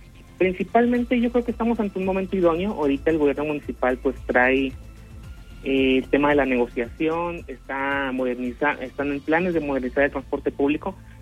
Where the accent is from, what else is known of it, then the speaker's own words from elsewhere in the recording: Comarca Lagunera, Mexico; moved away; el que esté lejos de mi tierra, pues no significa que sea ajena a ella.